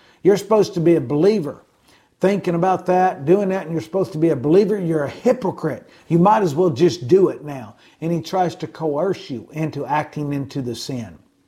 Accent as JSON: {"language": "English", "region": "Illinois", "country": "United States", "tie": "born or raised there", "said": "as a child, growing up in Illinois"}